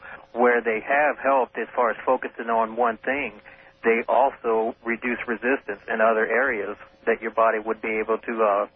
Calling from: New Orleans, Louisiana, United States; in New Orleans.

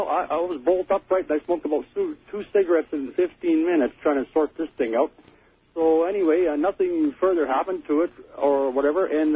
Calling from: Winnipeg, Manitoba, Canada; Yes, this is … calling from Winnipeg, Manitoba.

